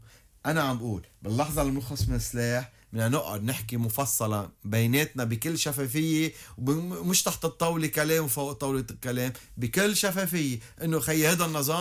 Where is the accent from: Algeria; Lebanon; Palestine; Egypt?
Lebanon; كلنا كلبنانيين